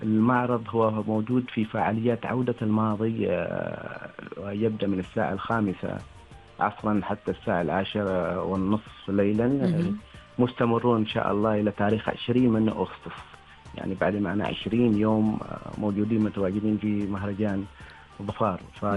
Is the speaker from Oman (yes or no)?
yes; Oman; لنفتخر بوطننا نحن كعمانيين